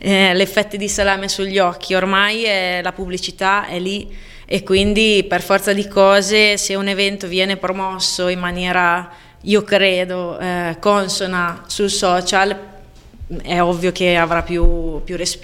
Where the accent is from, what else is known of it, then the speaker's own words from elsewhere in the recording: Casalmorano, Lombardy, Italy; moved away as an adult; now in Cremona, Italy; io da che vivo in città, perché io sono di campagna, cioè sono di Casalmorano ma vivo a Cremona da 2 anni, da che vivo proprio la città